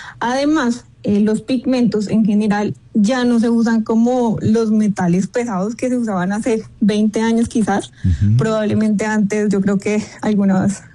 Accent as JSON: {"language": "Spanish", "country": "Colombia", "said": "como orgullosamente colombiana, me emociona mucho porque la cultura a nivel de Colombia es muy fuerte."}